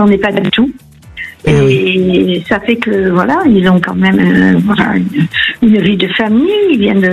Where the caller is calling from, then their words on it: Aix-en-Provence, Provence-Alpes-Côte d'Azur, France; Je vous appelle d'Aix-en-Provence.